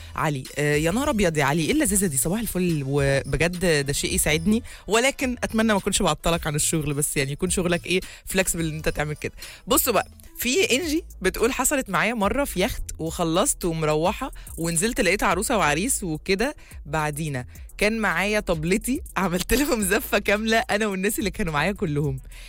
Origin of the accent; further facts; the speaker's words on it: Egypt; احنا عندنا كمصريين